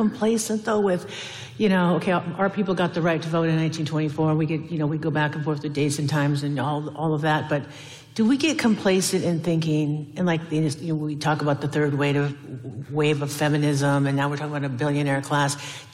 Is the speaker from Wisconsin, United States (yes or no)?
no; Washington, United States; enrolled member of the Blackfeet Nation, born and raised on the Puyallupas, my stepdad's Yakima.